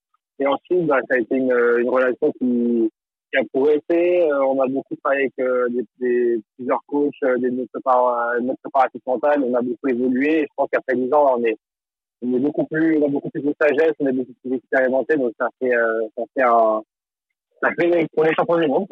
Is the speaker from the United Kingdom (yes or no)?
no; Betton, Brittany, France; also born or lived in Saint-Grégoire; Moi, je suis de Bétonnette de base